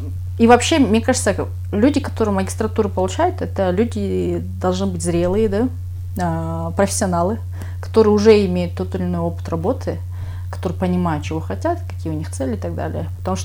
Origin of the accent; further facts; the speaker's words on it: Kyrgyzstan; я первая кыргызка, которая этот университет закончила вообще.